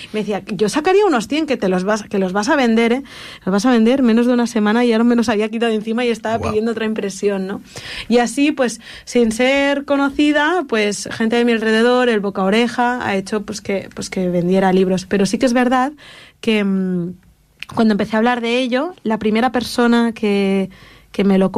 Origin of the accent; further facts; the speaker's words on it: Sant Cugat del Vallès, Catalonia, Spain; yo lo que quería era poder favorecer a las librerías de mi pueblo, de San Cugat.